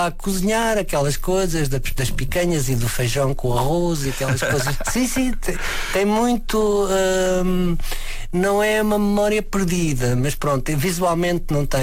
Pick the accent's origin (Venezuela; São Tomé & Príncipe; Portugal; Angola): Portugal; Tomar, Centro; born there; moved away as an adult; also born or lived in Maringá, Brazil / Paris, France; now in Lisbon, Portugal; Cresci em Tomar.